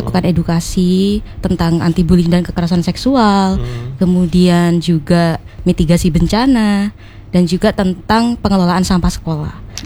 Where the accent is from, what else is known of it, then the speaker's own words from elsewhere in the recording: Banyuwangi, East Java, Indonesia; also born or lived in Bandung; Ya, kalau saya aslinya Banyuwangi.